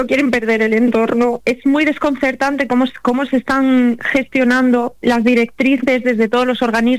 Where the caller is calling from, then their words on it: Casillas, Castile and León, Spain; Yo soy vecina de Casillas